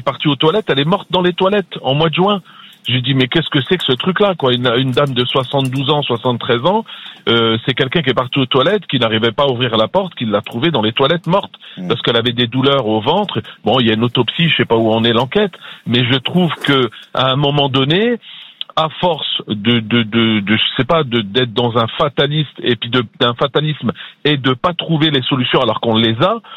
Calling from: Nancy, Grand Est, France; Moi, j'habite à Nancy, on n'est pas loin des belles frontières de l'Allemagne et de du Luxembourg.

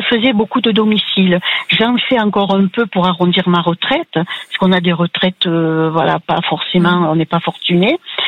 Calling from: Alès, Occitanie, France; Moi je vous appelle d'Alès.

